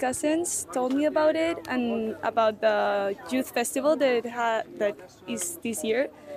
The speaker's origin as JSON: {"language": "English", "country": "Spain", "said": "I'm from Spain."}